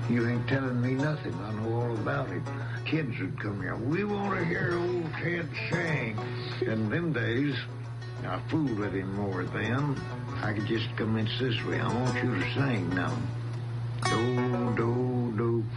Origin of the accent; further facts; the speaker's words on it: Texas, United States; born there; moved away as an adult; now in California, United States; I was born in Kaufman County, Texas. That is in 11th of September, 1886. Come to California in 1906.